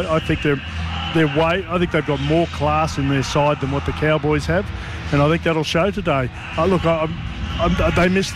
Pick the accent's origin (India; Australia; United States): Australia; Queensland; No, I'm saying I'm a Queenslander.